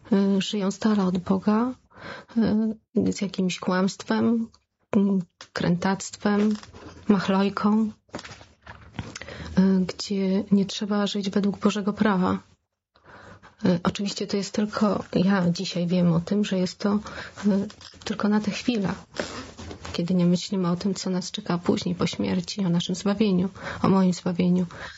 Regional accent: Warsaw, Masovian Voivodeship, Poland; W Warszawie, w mieście. W normalnej rodzinie, w pełnej rodzinie, w wielodzietnej rodzinie. Jest nas czworo w domu.

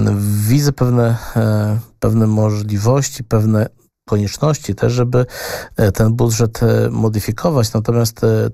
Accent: Łomża, Podlaskie Voivodeship, Poland; u nas w Łomży

